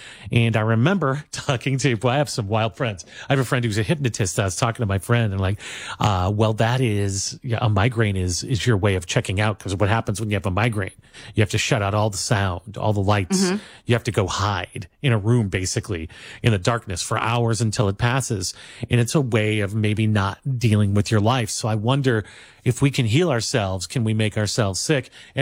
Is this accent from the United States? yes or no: yes; St. Louis, Missouri, United States; I grew up in St. Louis and not a great neighborhood.